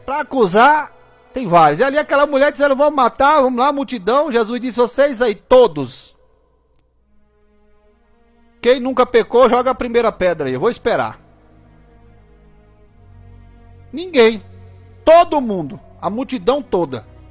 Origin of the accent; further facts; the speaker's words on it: Tocantins, Brazil; Falei igual mineiro agora, né? Apesar de ser goiano, né? Eu sou lá, eu sou do natural do Tocantins, né?